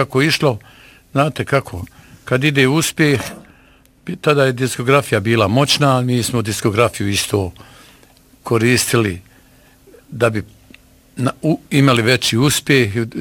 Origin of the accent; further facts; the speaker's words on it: Mulaluk, Bosnia & Herzegovina; Jest, ovaj, iz Mulaluka.